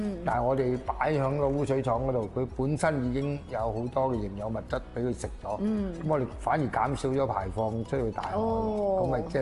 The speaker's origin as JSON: {"language": "Cantonese", "town": "Foshan", "region": "Guangdong", "country": "China", "tie": "born or raised there", "moved": "yes", "said": "我家鄉順德佛山區嘅佛山順德區"}